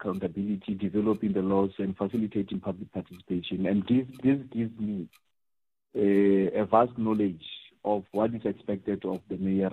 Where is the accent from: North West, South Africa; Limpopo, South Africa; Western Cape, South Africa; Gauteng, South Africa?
North West, South Africa; Matlosana; I'm born and raised in Matlosana. I have 20 years experience in public spaces.